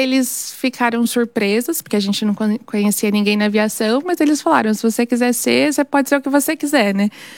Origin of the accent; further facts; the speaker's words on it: Mauá, São Paulo, Brazil; Eu sou de Mauá.